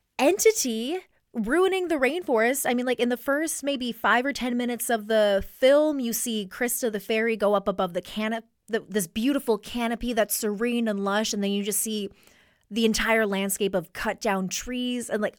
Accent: Vancouver, British Columbia, Canada; growing up in Vancouver, I feel like I spent a lot of time in forests.

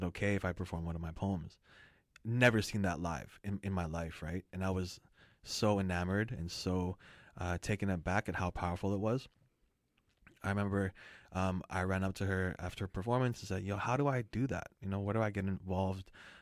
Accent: Surrey, British Columbia, Canada; also born or lived in Vancouver; I'm like a Surrey kid at this point. So I was born in Vancouver. I lived at Fraser and 20th for like 5 years, then did all my grade school in Surrey.

